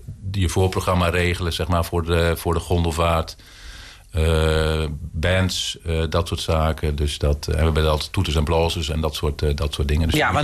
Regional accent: Zwartsluis, Overijssel, Netherlands; born there; moved away as an adult; now in Giethoorn, Netherlands; Ik kom oorspronkelijk niet uit Giethoorn, maar uit Zwartsluis. Aha. En ik heb jong jochie in Giethoorn gewoond.

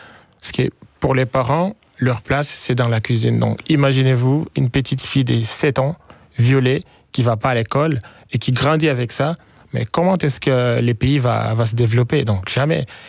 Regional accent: eastern Congo, DR Congo; moved away; Moi, j'ai grandi à l'Est

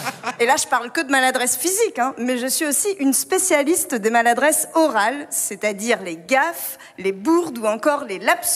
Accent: Hauts-de-France, France; Moi, je dis ça, mais je bois très peu. Hein. Pourtant, je suis ch'ti.

